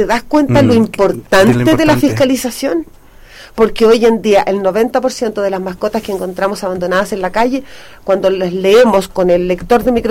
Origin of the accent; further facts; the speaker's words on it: Chile; lamentablemente somos chilenos